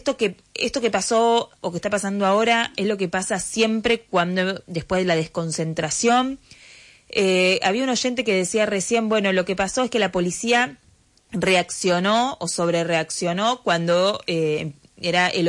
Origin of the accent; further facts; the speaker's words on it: La Dulce, Buenos Aires Province, Argentina; una persona que está en La Dulce, como en mi pueblo